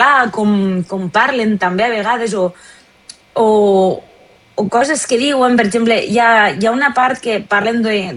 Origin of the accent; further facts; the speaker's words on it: Benavent de Segrià, Catalonia, Spain; now in Barcelona, Spain; Bueno, jo és que soc de Benavent de Segrià